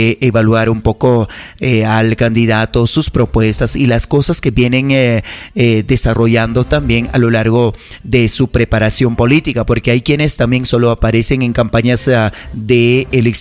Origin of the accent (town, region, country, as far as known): Peru